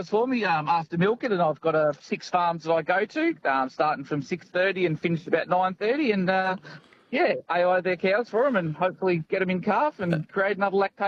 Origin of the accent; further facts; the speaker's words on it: South Australia, Australia; I grew up in the Flinders Ranges on a sheep station up there for 15 years.